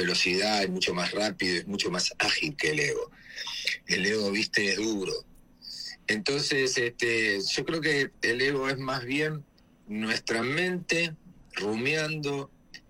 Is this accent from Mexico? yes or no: no; Argentina; si soy argentino.